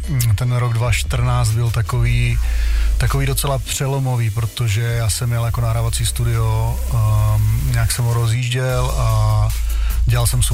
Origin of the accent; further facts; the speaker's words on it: Ostrava, Moravian-Silesian Region, Czechia; jsem z Ostravy, hele, dělám rap asi 60 tisíc let.